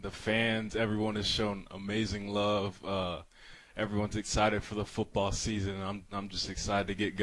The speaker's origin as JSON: {"language": "English", "town": "Austin", "region": "Texas", "country": "United States", "said": "I'm from Austin, so I was a big Texas fan growing up."}